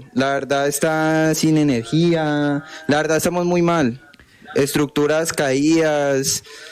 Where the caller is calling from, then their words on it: Cali, Valle del Cauca, Colombia; me comunico desde Cali, específicamente Barrio La Selva.